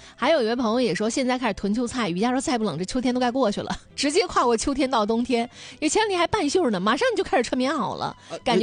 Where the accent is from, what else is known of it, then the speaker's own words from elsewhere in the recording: Northeast China, China; 咱们东北人囤的是最主要的东西。